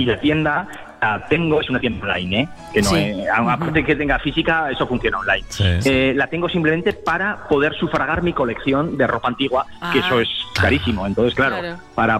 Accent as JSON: {"language": "Spanish", "town": "Sabiñánigo", "region": "Aragon", "country": "Spain", "moved": "yes", "lives_now": "Valderrobres, Spain", "said": "No, yo soy de Sabiñánigo, de la provincia de Huesca, pero llevo allá aquí casi 26 años."}